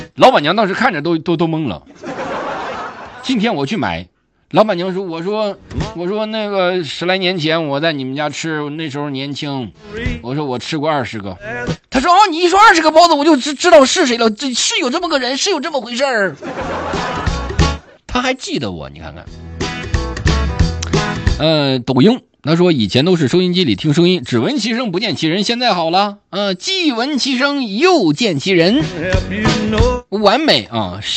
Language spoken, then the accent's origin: Chinese; Shandong, China; now in Haikou, China; 作为山东人不骗山东人，我觉得作为北方人来说，北方口味